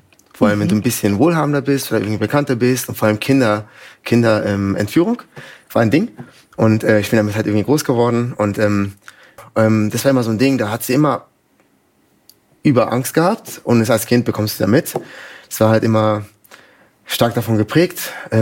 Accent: Dachau, Bavaria, Germany; born there; also born or lived in Bogotá, Colombia; ich bin in Dachau geboren, bist in München, da die Ecke. Und dann war ich die ersten 7,5 Jahre meines Lebens in Bogota, haben wir gelebt.

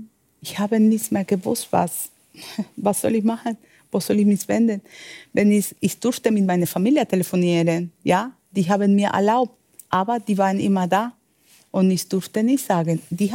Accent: Medellín, Antioquia, Colombia; German is a second language

